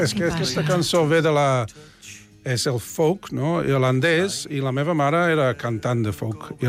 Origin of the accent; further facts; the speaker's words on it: Manchester, North West England, United Kingdom; moved away; de petit, tota la música que vaig sentir creixent a Manchester era música folk o irlandès o anglès o americà